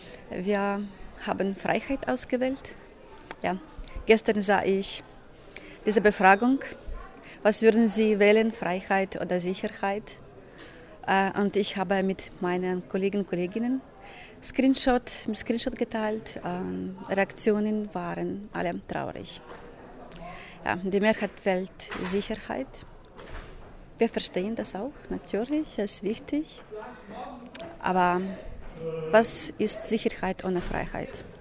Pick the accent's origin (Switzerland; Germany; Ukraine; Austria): Ukraine; German is a second language; Eigentlich deshalb bin ich noch in der Ukraine, nicht im Ausland. Ich will in Kiew wohnen, ja, in meiner Heimat.